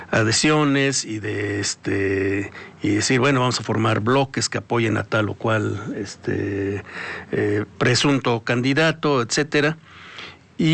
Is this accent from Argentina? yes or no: no; Mexico